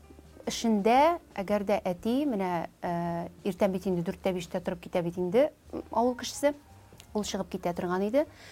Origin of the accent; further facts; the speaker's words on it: Bolshoy Chakmak, Tatarstan, Russia; also born or lived in Chalpy, Aznakayevo District; Мин үзем Мөслим районы Олы Чакмак авылында үстем, әтием шул яктан, ләкин инде тумышым белән әнинең туган ягы Азнакай районы Чалпы авылыннан.